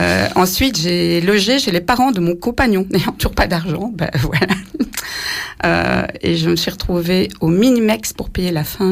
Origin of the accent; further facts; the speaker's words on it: Molenbeek, Brussels-Capital Region, Belgium; Plus précisément, je suis née à Anderlecht. Justement, c'est la commune d'où vient la carte. Ensuite, j'ai grandi à Molenbeek, vraiment dans le vieux Molenbeek, près de la chaussée de Gand, jusqu'à mes 20 ans